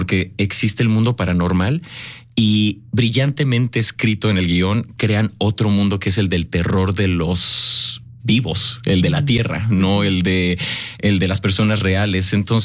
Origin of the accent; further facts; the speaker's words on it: Mexico; sino como mexicanos.